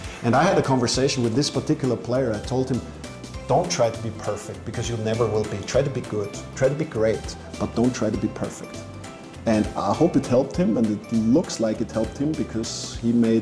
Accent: Austria; The thing is, for me, I grew up in Austria. Austria is very close to Italy, and pasta for me is what noodles should be like.

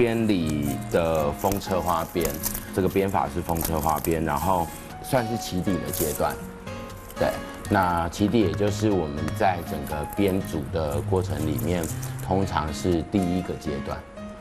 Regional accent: Gangshan, Kaohsiung, Taiwan; 我是高雄冈山的在地人，那我从小就在冈山长大，那包括我爸爸跟我妈妈这边也都是冈山人，在我小三之前住在冈山的潭底里。

